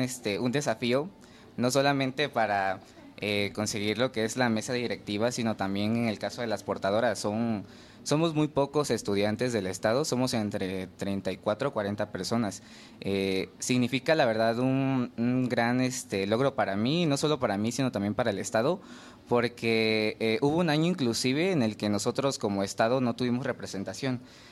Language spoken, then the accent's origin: Spanish; Tabasco, Mexico; Soy del estado de Tabasco. Actualmente radico en el municipio de Cárdenas. Soy estudiante de la carrera de Parasitología Agrícola aquí en la Universidad Autónoma Chapingo